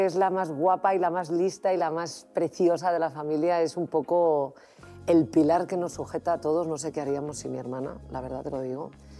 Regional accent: Madrid, Community of Madrid, Spain; Yo soy madrileña de pura cepa. Nací en Chamberí el día de San Antonio y … Amo mi ciudad.

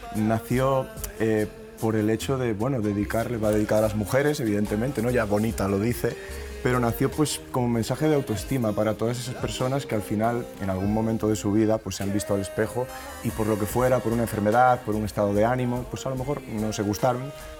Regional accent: Tui, Galicia, Spain; accent: Galician; el 15 de agosto en Tui, en mi tierra, que es en Galicia, y es, bueno, qué decirte, un concierto muy especial para mí porque es donde me crié

